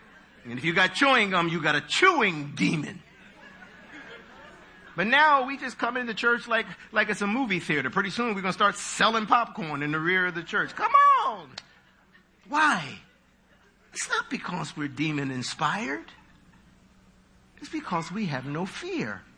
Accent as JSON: {"language": "English", "country": "United States", "tie": "born there", "said": "You all know that I'm a Jamaican. Of Jamaican DNA, but American born."}